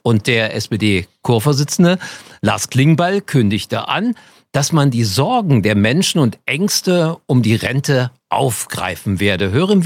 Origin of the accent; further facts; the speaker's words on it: Berlin, Germany; Ich bin genau wie du gebürtiger Berliner. Wir sind beide Westberliner